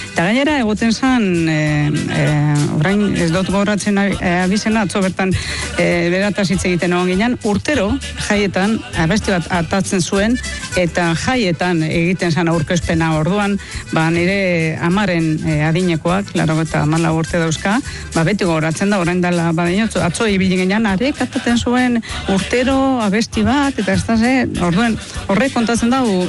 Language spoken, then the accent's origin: Basque; Bermeo, Basque Country, Spain; accent: Bermeo Basque dialect (Biscayan)